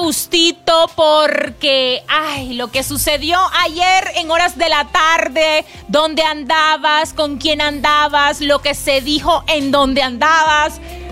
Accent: Barranquilla, Atlántico, Colombia; que en Colombia … uh-huh, se escuchaba en todos los rincones, sobre todo en mi tierra, en Barranquilla. Yo, mis recuerdos de niña, mis recuerdos más cercanos con la cultura mexicana tienen que ver directamente

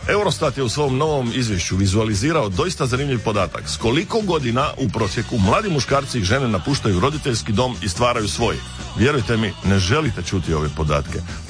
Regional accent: Istria County, Croatia; rođen sam u Istri. To u gradu u kojemu smo dočekivali spomenutog JBT-a.

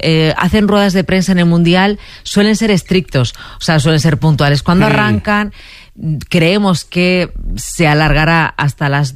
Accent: Spain; cómo es tu país, cómo somos los españoles

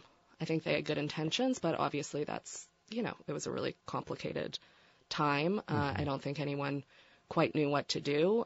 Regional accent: Newfoundland and Labrador, Canada; I was born in Newfoundland, Canada, born and raised in Canada. My mom's American though.

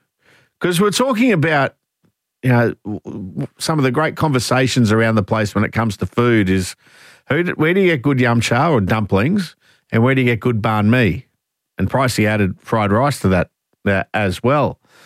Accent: Tarragindi, Queensland, Australia; I grew up on Cracknell Road in Tarragindi.

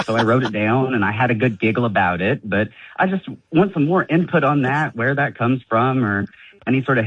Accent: Evansville, Indiana, United States; now in Chicago, United States; I'm from Evansville, but I'm currently in Chicago.

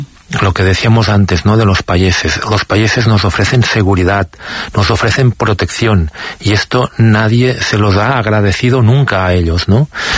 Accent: Catalonia, Spain; Sí, ayer mismo, al lado de mi pueblo, fui a apagar un incendio en el municipio de Subirats

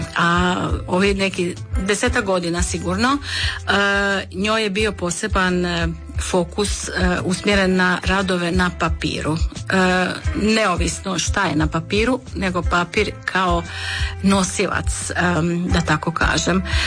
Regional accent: Osijek, Osijek-Baranja County, Croatia; kod nas u Osijeku

